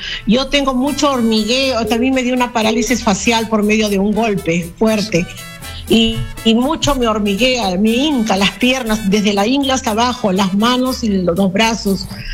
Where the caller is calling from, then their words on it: Lima, Peru; llamo de San Juan del Origancho.